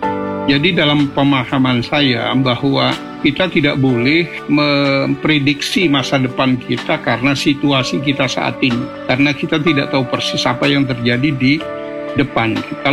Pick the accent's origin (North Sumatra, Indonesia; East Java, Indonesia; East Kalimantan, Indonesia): East Java, Indonesia; Pasuruan; Kan saya dari Pasuruan ya Mbak ya, dari desa. Ibu saya adalah guru ngaji, kemudian bapak saya seorang supir.